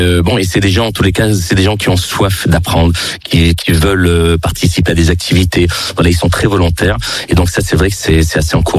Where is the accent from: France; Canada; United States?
France; Marseille, Provence-Alpes-Côte d'Azur; moved away as an adult; now in Nîmes, France; Je viens de Marseille. À la base, ça fait un peu plus de deux ans maintenant. Donc, avec mon épouse, on est venu sur Nîmes. Ça fait précisément 26 mois, voire un peu plus, parce qu'on est, je suis arrivé en début décembre 2023.